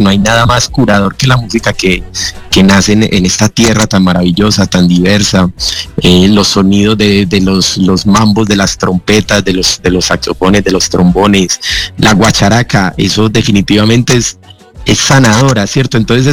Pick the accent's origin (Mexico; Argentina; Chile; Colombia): Colombia; definitivamente hay que darle el valor en nosotros mismos como colombianos.